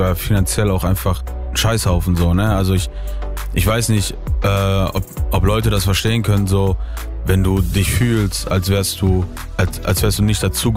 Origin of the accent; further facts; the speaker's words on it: Italy; Also ich bin Italiener so und es ist alles wahr.